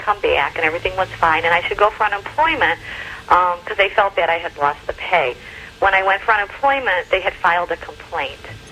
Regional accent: Chicago, Illinois, United States

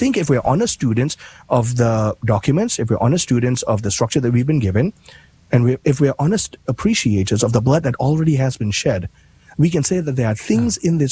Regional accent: Malaysia; now in United States

